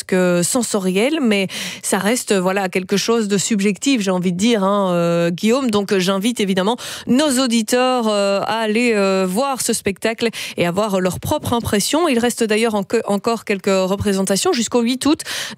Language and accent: French; Belgium